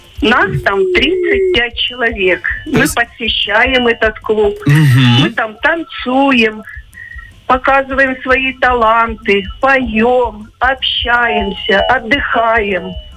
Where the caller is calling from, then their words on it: Kubanskaya, Krasnodar Krai, Russia; Станица Кубанская Апшеронского района.